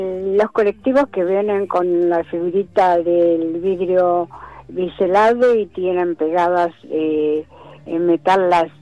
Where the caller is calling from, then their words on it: Ramos Mejía, Buenos Aires Province, Argentina; yo soy de acá, de Ramos Mejía